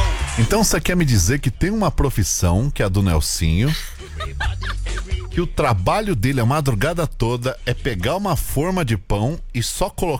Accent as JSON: {"language": "Portuguese", "town": "Lages", "region": "Santa Catarina", "country": "Brazil", "also_born_or_lived": "Paraná", "moved": "yes", "said": "Eu sou de Lages."}